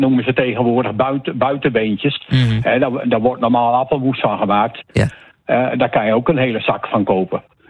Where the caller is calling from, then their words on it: Terneuzen, Zeeland, Netherlands; uit Terneuzen.